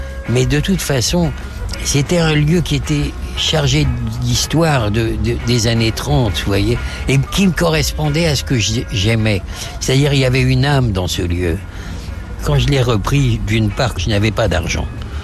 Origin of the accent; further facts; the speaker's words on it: Asnières-sur-Seine, Île-de-France, France; Je viens d'Asnières, vous voyez, j'ai passé toute ma jeunesse à Asnières.